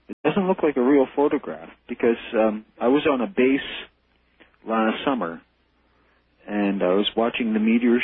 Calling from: Oshawa, Ontario, Canada; I'm calling from Oshawa, Ontario, Canada.

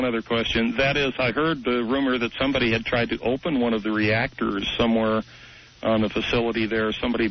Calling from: Salt Lake City, Utah, United States; in Salt Lake

